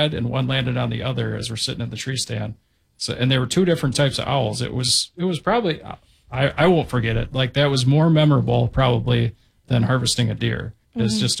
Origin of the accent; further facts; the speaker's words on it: Dover, Minnesota, United States; now in Elgin, United States; So I grew up in Dover, Minnesota.